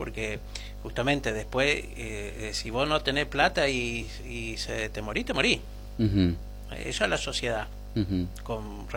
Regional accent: Argentina

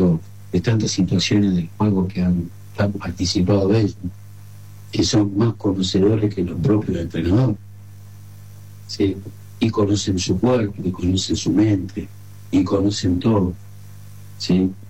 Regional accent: Argentina; Te daría mintiendo que soy argentino.

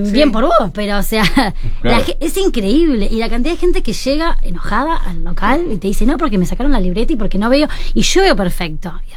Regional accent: Argentina; now in Uruguay; Yo soy argentina

